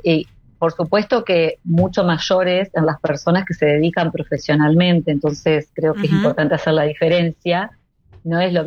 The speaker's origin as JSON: {"language": "Spanish", "region": "Entre Ríos", "country": "Argentina", "said": "yo soy de Entre Ríos"}